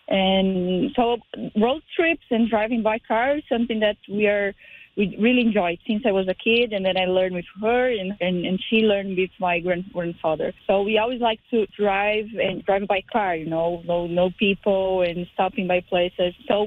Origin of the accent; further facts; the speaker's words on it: Brazil; English is a second language; For us, it's cold, but we came all the way from Brazil, so for us it's the temperature is cold